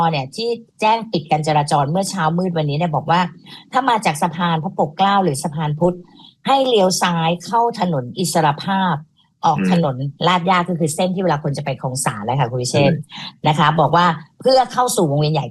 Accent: Bangkok, Thailand; ดิฉันเนี่ยคุ้นเคยกับวงเวียนใหญ่แล้วก็คลองสารแถวนั้นเนี่ยคือดิฉันเนี่ยเกิดและโตเส้นนั้นเลยดิฉันศิษย์เก่าโรงเรียนศึกษานารีด้วย

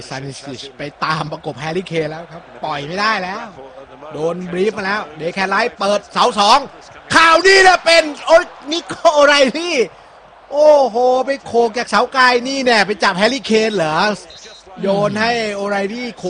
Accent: Bangkok, Thailand; born there; ผมเกิดโรงพยาบาลศิริราชเกิดที่โรงพยาบาลศิริราช

